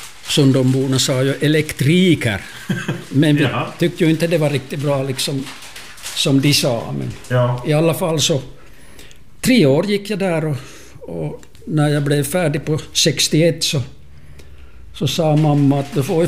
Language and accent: Swedish; Ostrobothnia, Finland; born there; also born or lived in Brändö; hösten 58 och vårterminen 59 som jag bodde där hemma i Skarpkile.